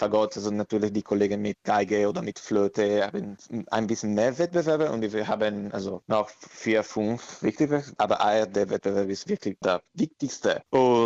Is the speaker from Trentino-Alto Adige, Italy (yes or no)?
no; Parma, Emilia-Romagna, Italy; German is a second language; moved away; ich komme aus Parma